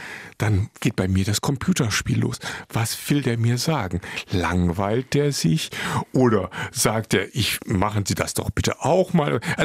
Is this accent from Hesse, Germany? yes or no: no; Wuppertal, North Rhine-Westphalia, Germany; ich bin groß geworden in der Stadt, in Wuppertal und in einem Schimanski-Ambiente, Nachkriegsbungalow aus Bruchsteinen auch nur aufgebaut.